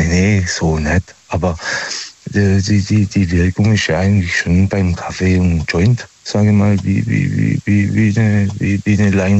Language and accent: German; Pforzheim, Baden-Württemberg, Germany; Ja, da, von Pforzheimer Gegend.